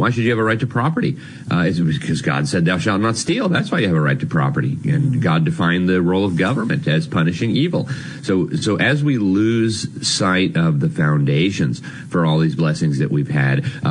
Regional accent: United States

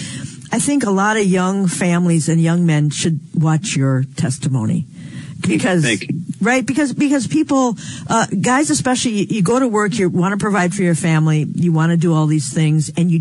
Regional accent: New York, United States

